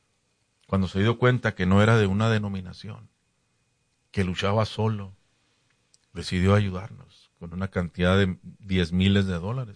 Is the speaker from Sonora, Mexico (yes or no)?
no; Ciudad Juárez, Chihuahua, Mexico; moved away; Hombre, hermano, pues yo soy de Juárez, ¿verdad?